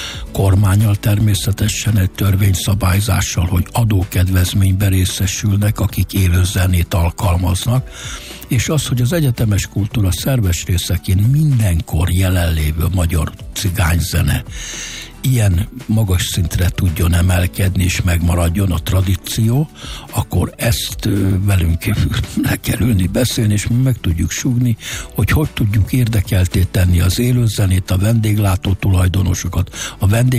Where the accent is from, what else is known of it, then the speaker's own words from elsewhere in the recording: Hungary; Hát mi magyarok vagyunk